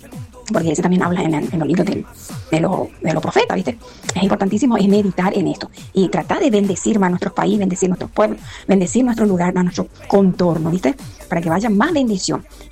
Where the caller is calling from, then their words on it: Formosa, Argentina; Yo soy de Formosa